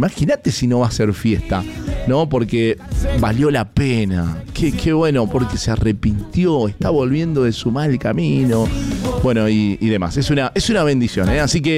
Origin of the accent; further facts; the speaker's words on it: Mendoza, Argentina; nosotros como mendocinos